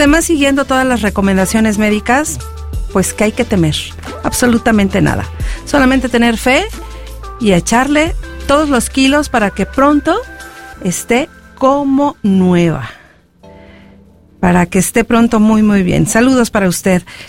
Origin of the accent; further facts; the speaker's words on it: Tulancingo, Hidalgo, Mexico; moved away; allá en Tulancingo Hidalgo, en mi tierra natal.